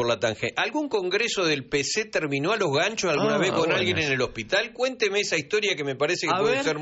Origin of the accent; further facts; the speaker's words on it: Las Rosas, Santa Fe, Argentina; born there; moved away; Bueno, es un dicho de mi lugar. Es de mi lugar. No es de política internacional, es de Las Rosas.